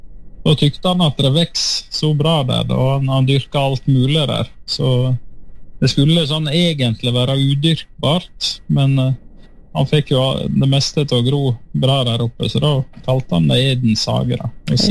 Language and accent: Norwegian; Leikanger, Vestland, Norway; moved away; also born or lived in Bergen; Ja, vi kom vel i 2014, tror jeg, cirka, fra Bergen, da. Kona mi, Toril, og jeg er fra Leikhagen.